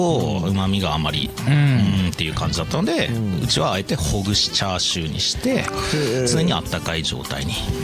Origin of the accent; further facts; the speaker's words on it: Asahikawa, Hokkaido, Japan; now in Sapporo, Japan; 地元が旭川なので